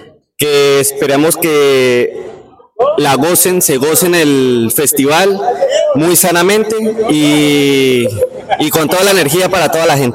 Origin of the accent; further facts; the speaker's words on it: Neiva, Huila, Colombia; director de la comparsa Los Matachines del Oasis de la ciudad de Neiva. Venimos del barrio Oasis del Sur.